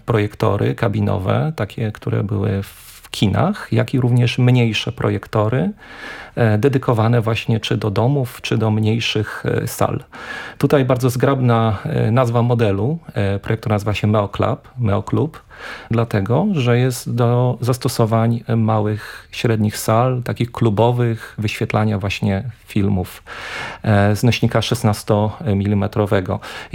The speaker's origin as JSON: {"language": "Polish", "town": "Łódź", "region": "Łódź Voivodeship", "country": "Poland"}